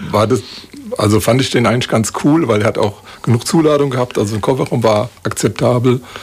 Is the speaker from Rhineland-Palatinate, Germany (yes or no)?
yes; Mainz, Rhineland-Palatinate, Germany; Ich bin ein waschechter Mainzer Bub, kann man sagen.